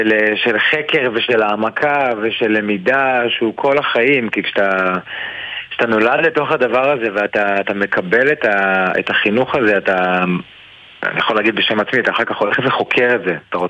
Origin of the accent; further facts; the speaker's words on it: Kfar Saba, Central District, Israel; אני כפר סבאי